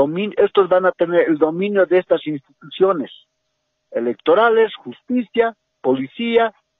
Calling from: La Paz, Bolivia; Estoy llamando desde la ciudad de La Paz

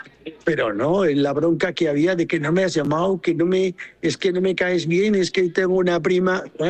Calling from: Navarre, Spain; aquí en Navarra

